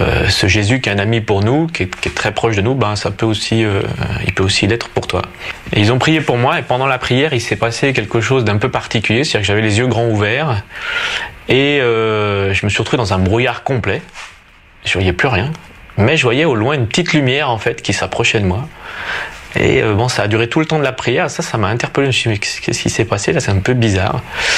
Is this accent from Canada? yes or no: no; France; now in Switzerland; je suis français, je vis en Suisse